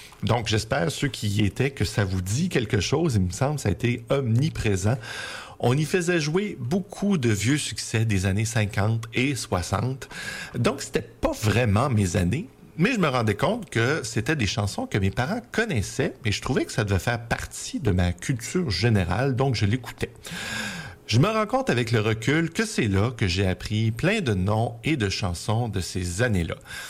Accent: Matapédia Valley, Quebec, Canada; moved away; Je viens de la vallée de la Matapédia, c'est entre le Bas-Saint-Laurent et la Gaspésie

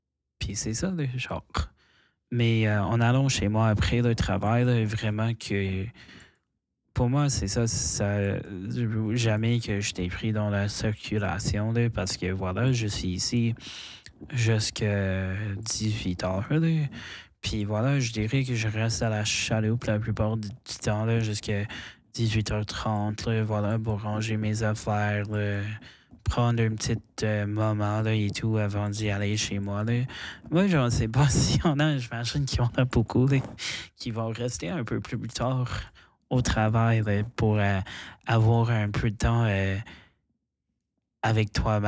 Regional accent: Nova Scotia, Canada; beaucoup de gens de mon coin, beaucoup de gens qui viennent du rive de l'Est. De la Nouvelle-Écosse, donc dans ma région

